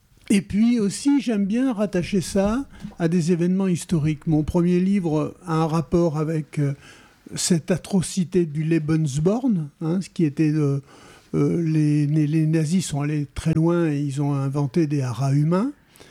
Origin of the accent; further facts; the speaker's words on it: Auvergne-Rhône-Alpes, France; born there; now in Tarn, France; je ne suis pas tarné, je ne suis pas né ici, je suis né en Ardèche.